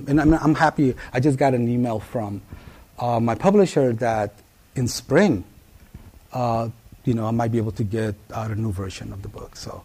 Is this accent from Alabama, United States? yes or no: no; Oakland, California, United States; English is a second language; I grew up in East Oakland, 82nd Avenue, which is located right in the heart of East Oakland, Chernobyl, right there, right? And so my dad worked in that area, and I went to school in that area.